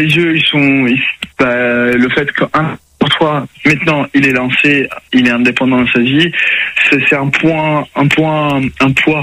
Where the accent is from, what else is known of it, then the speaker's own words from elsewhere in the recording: Italy; first language Italian; French is a second language; fait une école d'arabe quand j'étais en Italie, donc je sais lire et écrire l'arabe. L'italien, c'est ma langue maternelle. L'anglais, je l'ai appris depuis l'école maternelle.